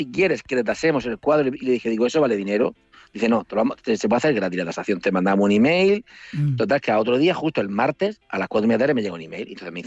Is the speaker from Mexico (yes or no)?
no; Murcia, Region of Murcia, Spain; digo, mire … soy de Murcia y tal